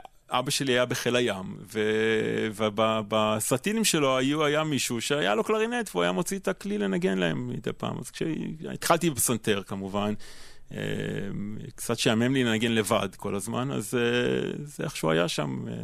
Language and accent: Hebrew; Hungary; אני גם הונגרי בעצמי, ויש לי חיבור מיוחד למוזיקה של מלחינים הונגריים ולמסורת ההונגרית.